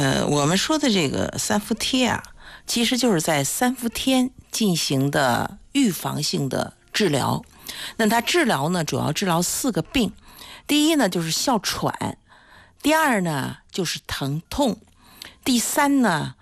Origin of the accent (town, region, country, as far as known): China